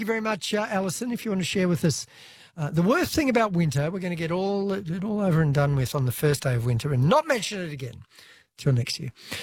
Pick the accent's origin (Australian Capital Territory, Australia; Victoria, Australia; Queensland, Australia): Australian Capital Territory, Australia; Canberra; I mean, I grew up in Canberra.